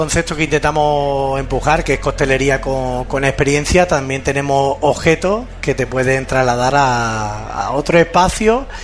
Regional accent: Málaga, Andalusia, Spain; now in Madrid, Spain; yo soy de Málaga.

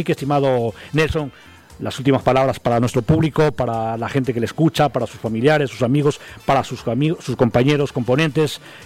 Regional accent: Ecuador

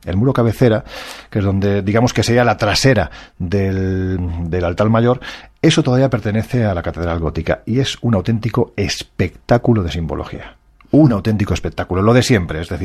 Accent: Jaén, Andalusia, Spain

